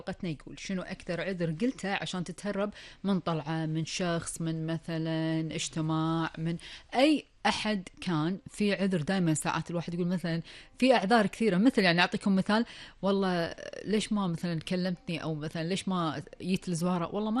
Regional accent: Kuwait; آخر أخبار ديرتنا الحبيبة الكويت وآخر المستجدات

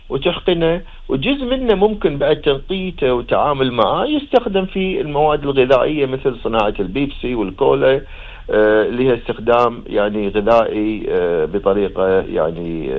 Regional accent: Kuwait; عندنا بالكويت

